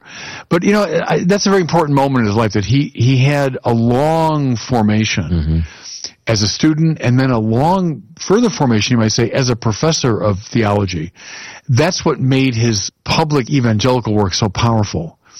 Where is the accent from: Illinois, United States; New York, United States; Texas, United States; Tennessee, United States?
Illinois, United States; he's from my home state of Illinois